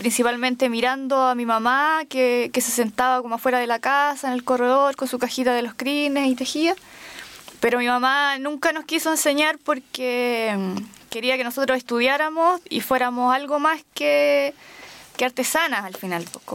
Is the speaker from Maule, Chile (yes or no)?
yes; Rari, Maule, Chile; also born or lived in Linares; yo soy nacida y criada acá en Rari, específicamente en el sector de Rari Adentro.